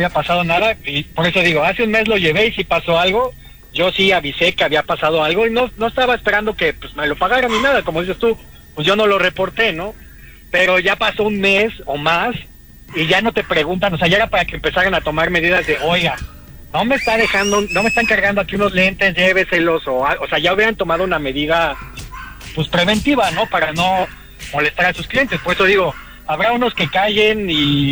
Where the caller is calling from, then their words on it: Mexico City, Mexico; De la Ciudad de México.